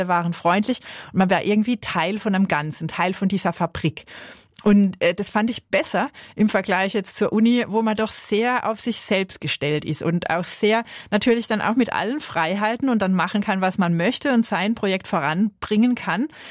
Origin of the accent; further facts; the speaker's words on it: Southern Germany, Germany; now in Switzerland; weil ich mir das als Süddeutsche oder jetzt auch hier in der Schweiz erlaube.